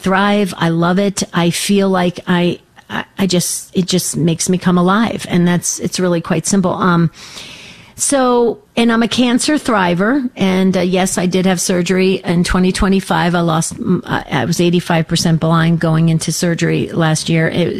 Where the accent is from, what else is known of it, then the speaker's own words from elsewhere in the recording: New Jersey, United States; moved away as an adult; now in Arizona, United States; I am Italian. I'm 100% Sicilian. I was born and raised in New Jersey. I live in Arizona because I moved out from New Jersey to come to college in Arizona, and I stayed in Arizona.